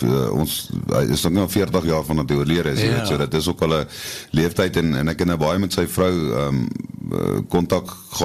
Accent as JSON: {"language": "Afrikaans", "town": "Pretoria", "region": "Gauteng", "country": "South Africa", "said": "ek het een baie groot liefde vir die bosveld, ek kom hier van Pretoria af, en as kind en jong mens, jy weet, jong man baie gaan jag, en in Noord-Transvaal"}